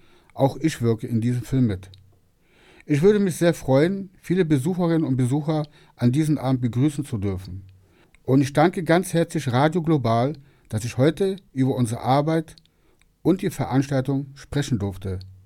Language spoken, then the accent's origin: German; Berlin, Germany; moved away as an adult; now in Oldenburg, Germany; Ursprünglich stamme ich aus Berlin und lebe aber seit über 20 Jahren hier in Oldenburg.